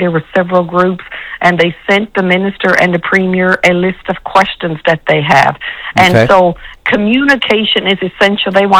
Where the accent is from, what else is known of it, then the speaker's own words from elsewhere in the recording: Charlottetown, Newfoundland and Labrador, Canada; Charlottetown, my hometown